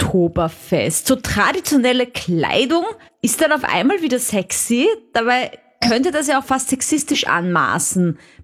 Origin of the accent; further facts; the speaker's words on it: Vienna, Austria; für mich als Wienerin